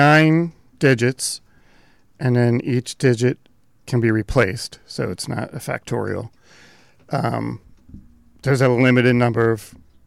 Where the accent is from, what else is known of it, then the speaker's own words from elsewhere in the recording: Pennsylvania, United States; we were growing up in Pennsylvania